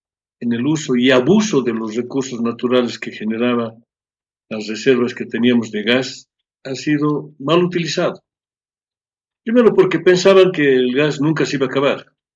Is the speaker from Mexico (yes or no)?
no; Bolivia; como asambleísta, como boliviano, tenemos la obligación de trabajar por el país